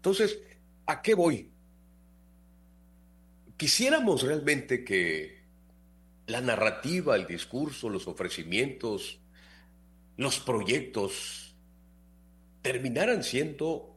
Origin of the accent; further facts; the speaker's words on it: Mexico; todas las aspiraciones que tenemos como mexicanos?